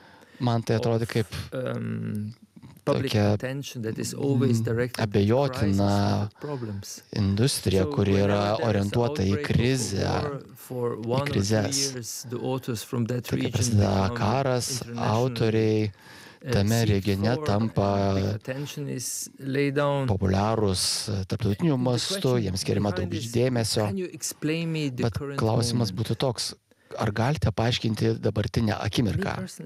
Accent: Slovenia; Aš esu iš Slovenijos

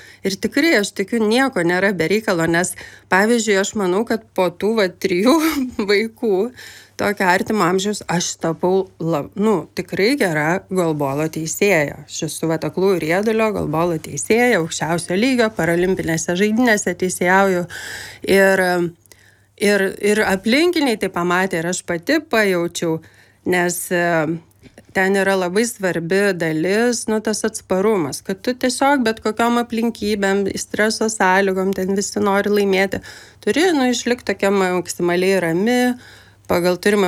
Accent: Vilnius, Vilnius County, Lithuania; aš užaugau Aklųjų rajone Vilniuje. Ir jis visai netoli LRT yra.

